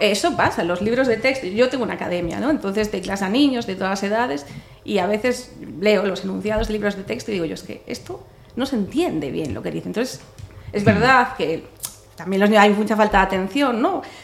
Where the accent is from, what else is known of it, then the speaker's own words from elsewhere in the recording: Narón, Galicia, Spain; Yo soy de Narón.